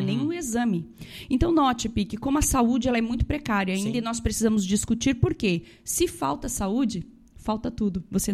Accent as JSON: {"language": "Portuguese", "town": "Araranguá", "region": "Santa Catarina", "country": "Brazil", "tie": "born or raised there", "also_born_or_lived": "Balneário Arroio do Silva", "said": "Além de eu ser araranguaense, e eu vou brincar aqui com o pessoal, eu sou nativa da nossa região, vivia no Arroio na infância, né? Transito aqui, conheço as pessoas, sou de Araranguá, transito em toda a região"}